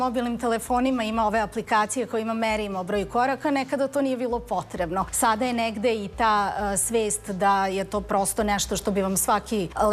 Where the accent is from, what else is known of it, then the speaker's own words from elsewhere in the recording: Sombor, Vojvodina, Serbia; Do duše dolazim iz Vojvodine koja je nekako, to vam je osnovno prevozno sredstvo u Somboru, u mom rodnom gradu, bicikl se ne vozi možda dva dana u godini